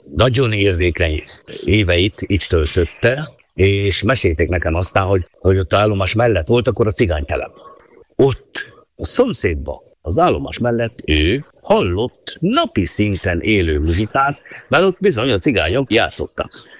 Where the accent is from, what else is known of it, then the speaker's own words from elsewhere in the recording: Kráľov Brod, Trnava Region, Slovakia; also born or lived in Šaľa; És én királynévben születtem, hát pontosabban ugye sejj lettem, mert ott volt színészet, mindenki sejj született itt a Galáci járatban, a sejj járatban, mert nyilván ott nőttem föl a falu szélén, annak is a nagyon szélén, kint a periférián